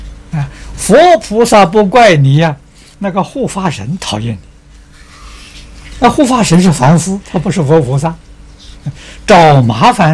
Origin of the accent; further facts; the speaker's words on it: China; 这一点我们中国人不如外国人啊。